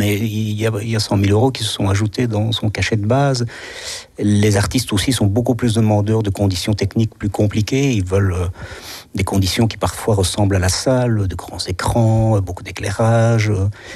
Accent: Belgium; je suis né là où on a créé le festival. C'est aussi l'endroit où mon papa et mon grand-père sont venus travailler dans les charbonnages.

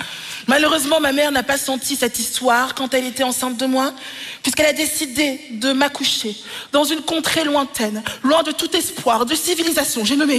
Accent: Wallonia, Belgium; Je viens du Bourinage

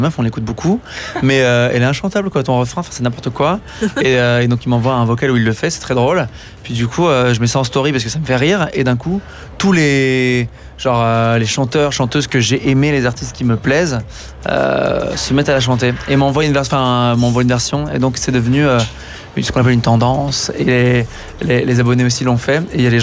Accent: Belgium; je suis belge.

